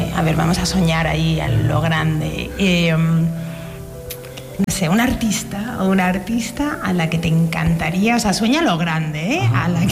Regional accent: Madrid, Community of Madrid, Spain; es porque yo soy de Carabanchel también, pero vivo aquí.

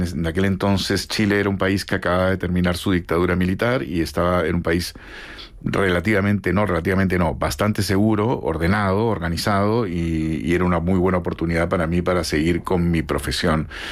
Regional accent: Peru; moved away; Yo cuando me fui de Perú, habían muchas bandas que eran mis bandas favoritas, ¿no?

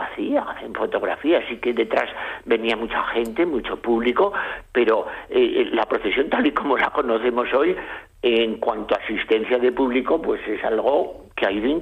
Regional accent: Fitero, Navarre, Spain; en mi pueblo, en el balneario de Fitero

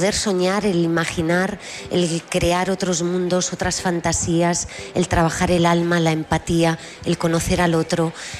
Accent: Galicia, Spain; Y yo como gallega

